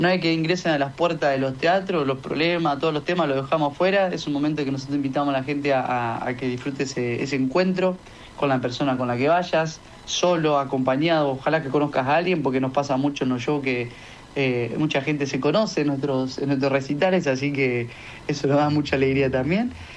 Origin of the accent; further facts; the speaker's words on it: San Pedro, Buenos Aires Province, Argentina; Pozo de Campana, yo soy de San Pedro, un campanense, un sanpedrino.